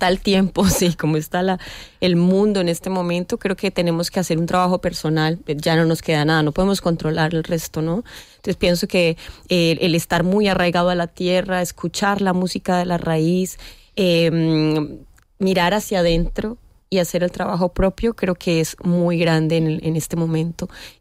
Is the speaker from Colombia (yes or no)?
yes; San Gil, Santander, Colombia; born there; yo soy de una familia de 6 hijos, mamá, papá, y 6 hijos cantaban en los escenarios. Nací en San Gil, Santander, es un pueblito que está incrustado en la montaña de los Andes.